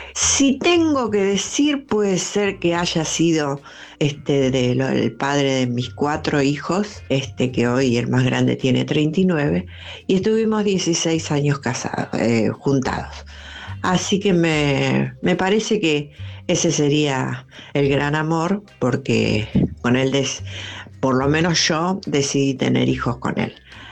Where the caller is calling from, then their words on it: Ituzaingó, Buenos Aires Province, Argentina; soy de Ituzaingó.